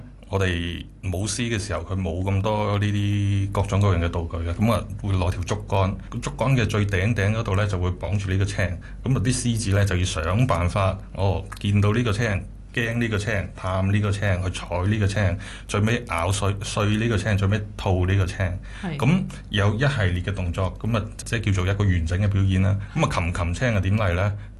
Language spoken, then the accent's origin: Cantonese; China; 非常之符合我哋中國人一貫嘅傳統文化內核。